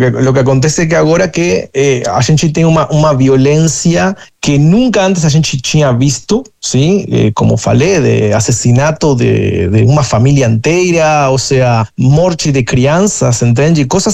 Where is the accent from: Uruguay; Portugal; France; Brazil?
Uruguay; em Uruguai, que foi o país onde eu cresci, entende? Morei toda a minha vida lá